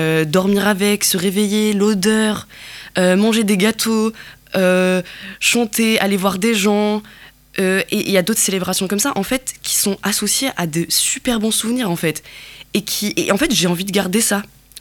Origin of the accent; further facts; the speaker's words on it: Kabylie, Algeria; moved away; je suis kabyle, j'ai grandi en Algérie, et je suis amazigh, comme je suis kabyle, et aussi, j'ai vécu la migration